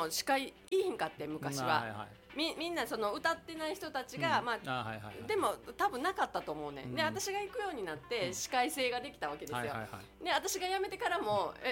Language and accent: Japanese; Takatsuki, Osaka, Japan; あの地元の高槻っていうところでやってるイベントがあるんです、毎月1回ね。